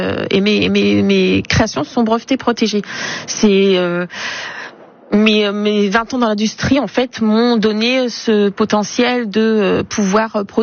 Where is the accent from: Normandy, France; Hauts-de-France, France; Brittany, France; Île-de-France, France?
Hauts-de-France, France; Saint-Valery-sur-Somme; born there; Oui, je suis née à Saint-Valery-sur-Somme.